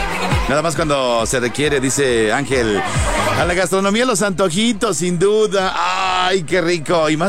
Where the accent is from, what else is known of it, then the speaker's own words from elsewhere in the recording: Mexico; Los mexicanos somos fanáticos a esos sabores intensos.